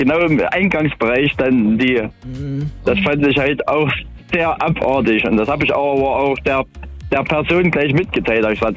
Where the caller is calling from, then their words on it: Weira, Thuringia, Germany; Nee, aus Weira.